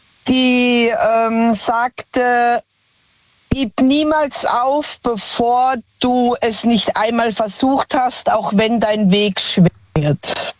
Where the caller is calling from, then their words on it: Zeiskam, Rhineland-Palatinate, Germany; Aus Zeiss kam, das ist bei Landau, Speyer, Germersheim.